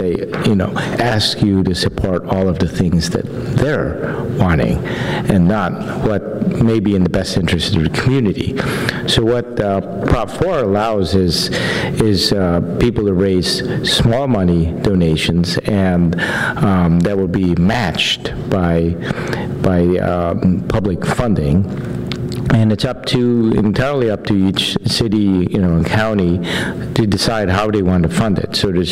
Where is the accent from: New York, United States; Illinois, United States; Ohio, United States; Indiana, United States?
New York, United States; I grew up in New York, and the … name is, you know, it's a huge name.